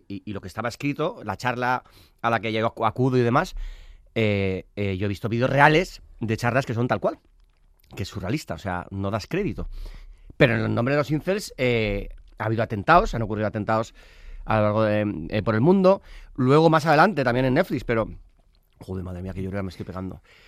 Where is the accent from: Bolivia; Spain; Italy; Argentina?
Spain; Basque Country; Y yo soy muy friolero. Soy vasco, sí, todo el mundo, todos los rodajes, ¡ay, qué frío! Pero si eres vasco, si eres del norte, que soy tan vasco como friolero, que conste en acta.